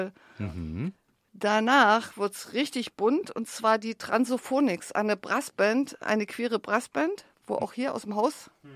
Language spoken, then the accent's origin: German; Weimar, Thuringia, Germany; ist ein ganz alter Freund von mir, ich komme ja auch aus Weimar, der Volle.